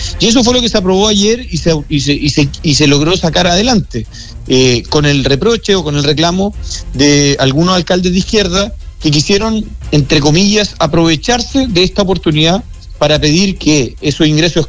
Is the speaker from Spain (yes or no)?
no; Maule, Chile; Yo soy del Maule, conozco Empedrado